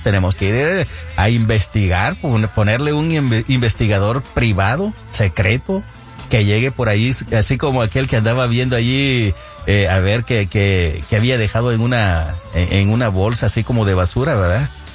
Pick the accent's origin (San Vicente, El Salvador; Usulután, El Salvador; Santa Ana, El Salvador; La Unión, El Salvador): Santa Ana, El Salvador; yo ya hasta estoy pensando allá en mi tierra, en Santa Ana